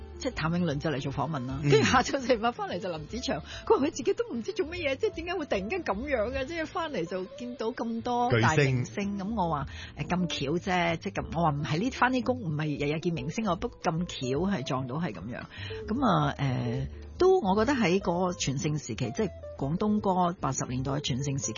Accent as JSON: {"language": "Cantonese", "country": "Hong Kong", "said": "我哋香港人"}